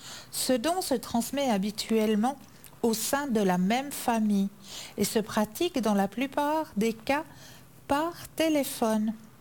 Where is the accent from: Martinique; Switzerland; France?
Switzerland; ici chez nous en Suisse